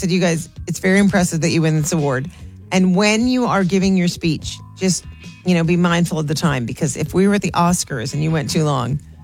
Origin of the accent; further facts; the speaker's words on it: Canada; I'm Canadian